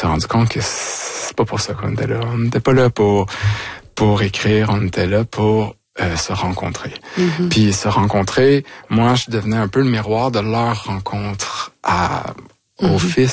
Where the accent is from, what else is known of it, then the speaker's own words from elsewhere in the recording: Quebec, Canada; je suis retourné dans ma région natale, c'est-à-dire Vaudreuil-Soulanges